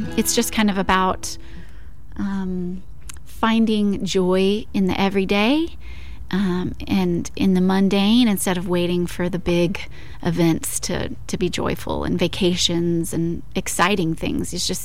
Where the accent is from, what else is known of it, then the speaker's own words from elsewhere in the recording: Kerrville, Texas, United States; I'm originally from Kerrville